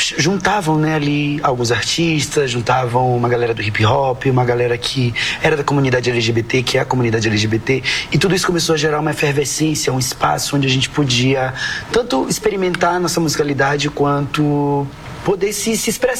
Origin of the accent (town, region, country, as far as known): Maranhão, Brazil; born or raised there